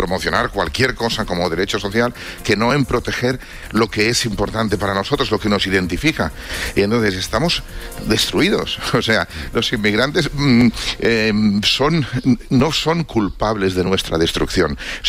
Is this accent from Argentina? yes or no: no; Spain; nosotros como españoles, como sociedad española, estamos previamente disueltos